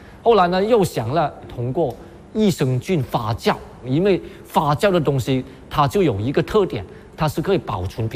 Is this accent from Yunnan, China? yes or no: no; Guangdong, China; 我们广东人是离不开陈皮的，新会陈皮是粤菜的灵魂，融入到我们广东人的吃的方方面面当中。